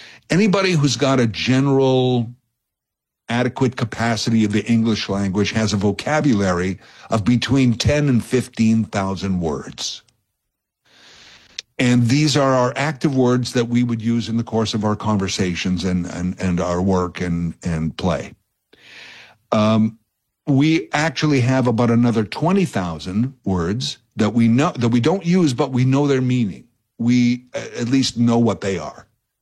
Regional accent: Canada; I mean, it's a great part of being a Canadian is having two seasons, hockey season and the off season.

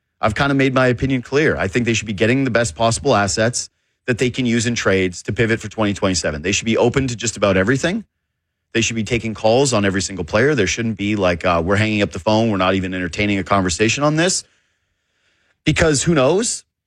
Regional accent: Whitehorse, Yukon, Canada; I'm from Whitehorse, born and raised. I'm a Porter Creek kid.

